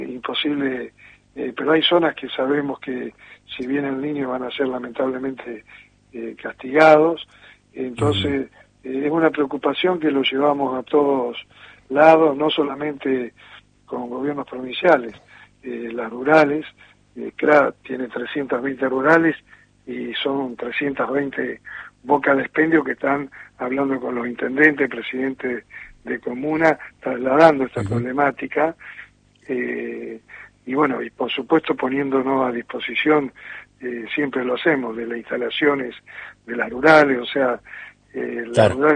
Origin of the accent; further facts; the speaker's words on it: Argentina; como muchos argentinos, al crédito le tenemos cierto resquemor